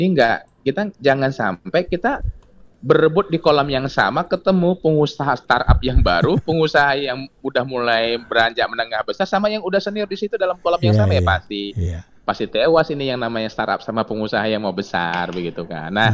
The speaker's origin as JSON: {"language": "Indonesian", "town": "Merauke", "region": "South Papua", "country": "Indonesia", "said": "Kebetulan saya dari salam dari Merauke, saya dari Papua Selatan."}